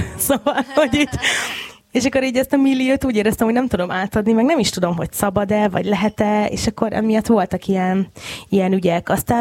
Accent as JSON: {"language": "Hungarian", "country": "Hungary", "tie": "born there", "said": "én pontosan ugyanúgy ide születtem, mint bárki más."}